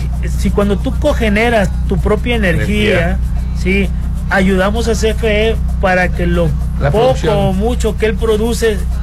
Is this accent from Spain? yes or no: no; Escuinapa, Sinaloa, Mexico; yo soy de Escuinapa